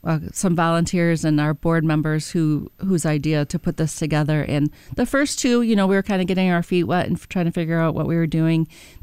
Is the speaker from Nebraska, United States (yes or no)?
no; Saginaw, Michigan, United States; So I've been in Saginaw my entire life, Saginaw County. I grew up in Saginaw Township, lived in Carlton for a long time.